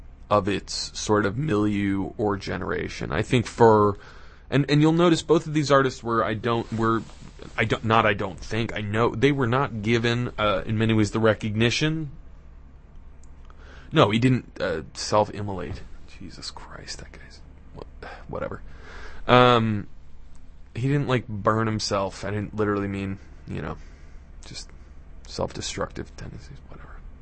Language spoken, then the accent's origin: English; New York City, New York, United States; where I grew up in Park Slope.